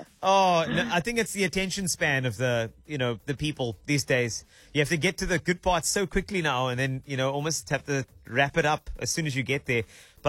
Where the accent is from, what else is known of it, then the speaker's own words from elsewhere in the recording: South Africa; I think it's just because the culture of how we grew up in South Africa.